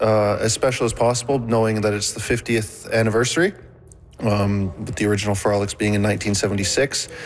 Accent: Cambridge Bay, Nunavut, Canada; also born or lived in Saint John, New Brunswick; I was born in St. John, New Brunswick, but I grew up in Cambridge Bay.

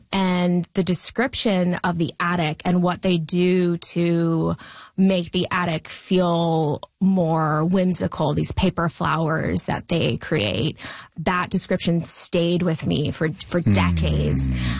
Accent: Australia; born there; moved away; also born or lived in Victoria, BC, Canada; And I grew up in Australia.

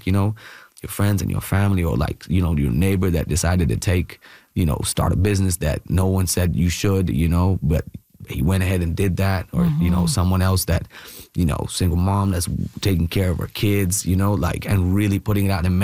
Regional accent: India; first language Malayalam; English is a second language; which people don't speak Malayalam, which is my native tongue

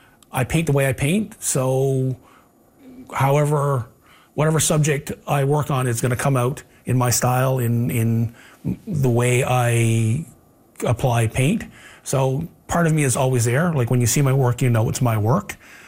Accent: Flat Bay, Newfoundland and Labrador, Canada; now in St. John's, Canada; I'm an artist from Flat Bay, Newfoundland, and I currently live in St. John's, Newfoundland

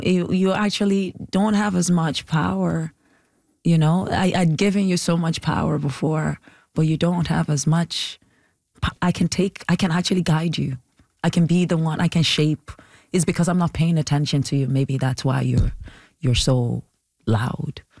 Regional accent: Nigeria; accent: Nigerian; now in Canada; Canada has always been trying to suppress my Nigerian-ness, my act, because they were complaining about my accent.

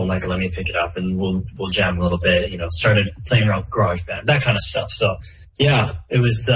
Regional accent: Coquitlam, British Columbia, Canada; also born or lived in Richmond, British Columbia; It was 18 years of my life. You say Coquitlam, but really it was the Tri-Cities for me. Mm-hmm. You know, I lived in Coquitlam

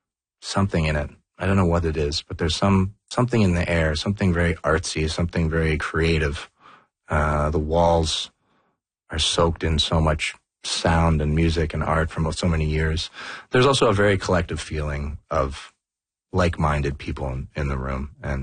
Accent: Toronto, Ontario, Canada; born or raised there

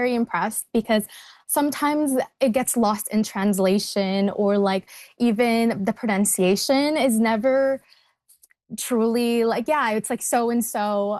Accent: Philippines; I miss my friends who I grew up with in the Philippines. And I just relate to that friendship so much that I'm like, oh, I wish I could have watched it with like my childhood friends that are back home.

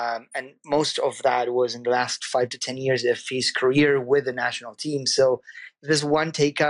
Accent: Argentina; I'm from Argentina, so I keep saying football.

